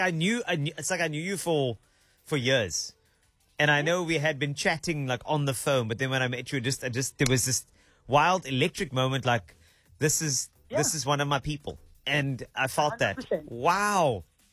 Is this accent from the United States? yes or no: no; South Africa; I think it's just because the culture of how we grew up in South Africa.